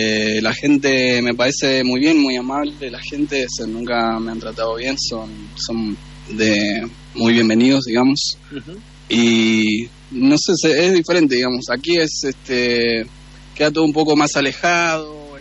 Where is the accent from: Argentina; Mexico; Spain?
Argentina; Buenos Aires; Ah, vivo acá, pero soy de Buenos Aires.